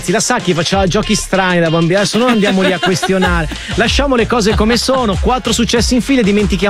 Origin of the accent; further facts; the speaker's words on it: Veneto, Italy; Io non ho mai parlato dialetto e addirittura mi prendono in giro in Veneto perché non lo so fare, quindi è più una caricatura del mio vecchio accento.